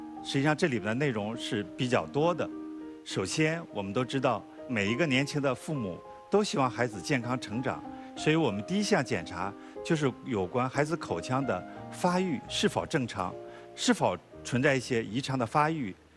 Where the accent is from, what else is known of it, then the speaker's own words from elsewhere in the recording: China; 我们中国人自己的数据